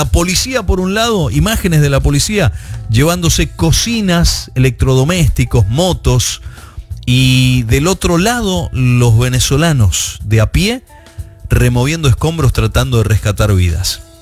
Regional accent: Argentina; yo soy argentino

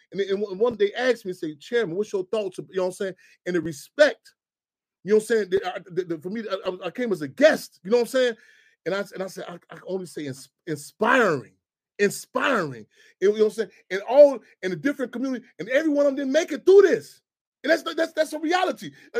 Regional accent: Chicago, Illinois, United States; I tell people one thing about, I'm so glad I grew up in Chicago. I'm so glad I grew up in this city structure.

